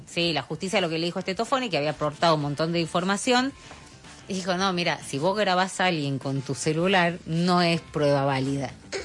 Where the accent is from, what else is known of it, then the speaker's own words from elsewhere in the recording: Argentina; que el gobierno se preocupe por las provincias porque al final somos todos argentinos.